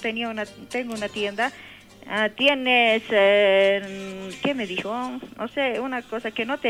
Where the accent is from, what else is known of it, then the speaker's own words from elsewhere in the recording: Oruro, Bolivia; born there; Yo, orureña